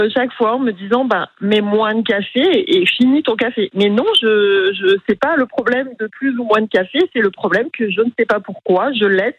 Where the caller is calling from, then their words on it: Lamalou-les-Bains, Occitanie, France; ça fait un an que j'habite à Lamalou-les-Bains et j'y suis vraiment très très très bien.